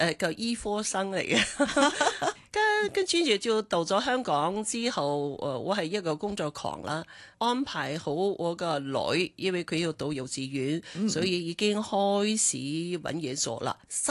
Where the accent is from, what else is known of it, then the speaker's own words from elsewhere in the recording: Harbin, Heilongjiang, China; Cantonese is a second language; moved away as an adult; also born or lived in Shenzhen; now in Hong Kong; 係啦係啦，我嚟自哈爾濱。